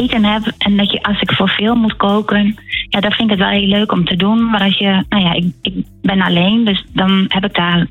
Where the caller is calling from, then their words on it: Assen, Drenthe, Netherlands; Ik bel uit Assen.